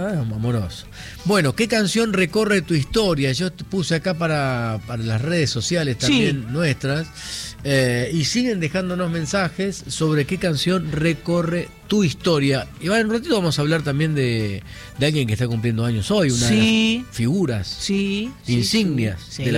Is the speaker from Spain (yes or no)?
no; Argentina; el fútbol, si bien no te atrae tanto, Marian, es algo que nos atraviesa como Argentina.